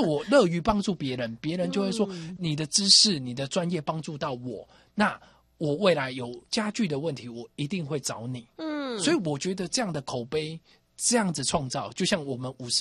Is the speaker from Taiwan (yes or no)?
yes; Taiwan